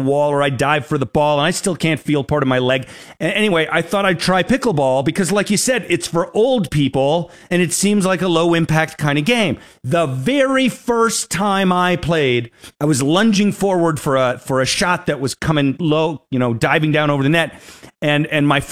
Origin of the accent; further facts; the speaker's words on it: New York, United States; And I'm originally from New York, so I fully get you.